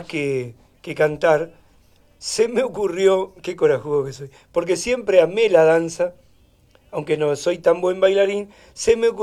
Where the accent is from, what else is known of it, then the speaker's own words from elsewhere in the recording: Argentina; Yo creo que como argentino y por la educación que recibí, yo creo que no había opción.